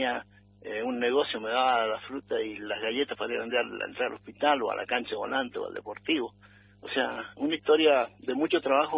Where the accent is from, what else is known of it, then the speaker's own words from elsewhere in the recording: Malargüe, Mendoza, Argentina; el pueblo que es Malargüe, al cual es mi terruño, y en la cual amo